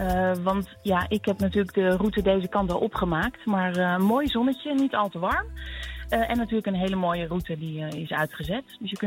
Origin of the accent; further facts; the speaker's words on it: Blokzijl, Overijssel, Netherlands; Nee, ik kom zelf uit Blokzijl